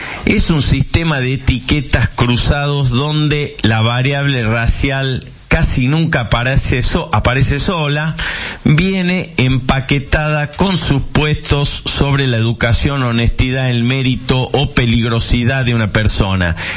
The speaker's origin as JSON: {"language": "Spanish", "country": "Argentina", "said": "los argentinos vamos a Europa y somos sudacas"}